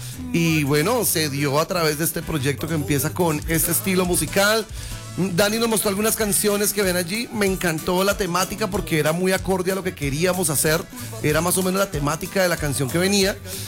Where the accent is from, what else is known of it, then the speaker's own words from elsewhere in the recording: Bogotá, Colombia; moved away as an adult; now in Fusagasugá, Colombia; yo soy Rolo, aunque vivo en Fusagasugá hace unos 7 años.